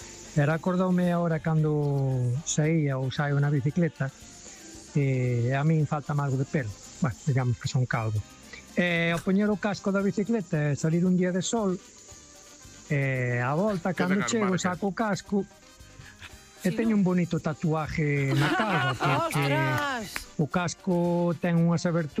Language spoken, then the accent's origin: Galician; Lalín, Galicia, Spain; Bos días, Galicia por diante … de Lalín.